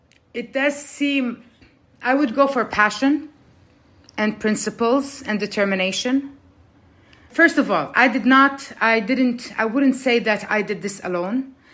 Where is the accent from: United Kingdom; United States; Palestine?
Palestine; Jerusalem; now in Lisbon, Portugal; I'm Palestinian from Jerusalem. I'm a Palestinian diaspora, and I'm an artist.